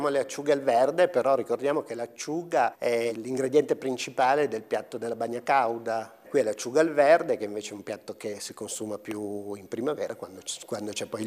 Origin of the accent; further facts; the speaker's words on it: Montiglio Monferrato, Piedmont, Italy; Montiglio Monferrato, io direi solo è il mio paese, ma è anche il paese dei miei nonni e bisnonni, trisnonni e quadrisnonni, quindi... sono le mie radici.